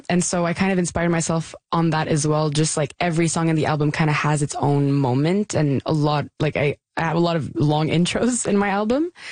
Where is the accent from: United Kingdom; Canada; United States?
Canada; Gatineau, Quebec; moved away as an adult; also born or lived in Ottawa; now in Montreal, Canada; growing up in Gatineau was great as a kid. But I think I wanted to expand my horizons a little bit. And Montreal was certainly a place to do that.